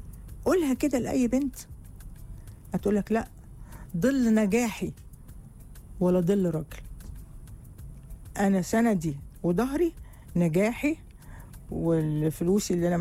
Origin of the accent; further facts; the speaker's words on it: Saudi Arabia; من السعوديه.